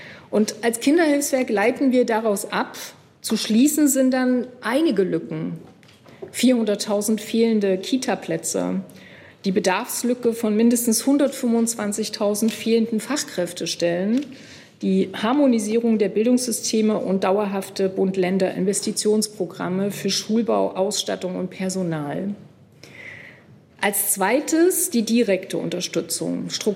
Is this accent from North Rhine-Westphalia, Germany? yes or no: no; Thuringia, Germany; das sage ich auch als Thüringerin ganz bewusst